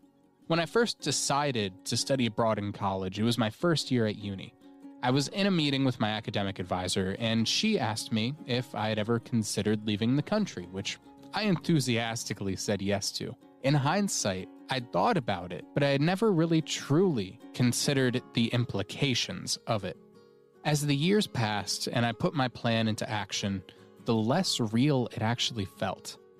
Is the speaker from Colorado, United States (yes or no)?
yes; Colorado, United States; And funnily enough, one of the owners, Joel Adams, is also from Colorado, about an hour north from my hometown.